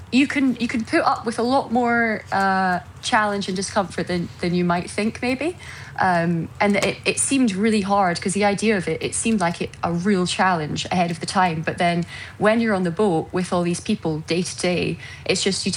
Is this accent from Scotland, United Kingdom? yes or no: yes; Scotland, United Kingdom; being Scottish, I think it's fantastic to have it as a really proper homecoming, coming back into Scotland.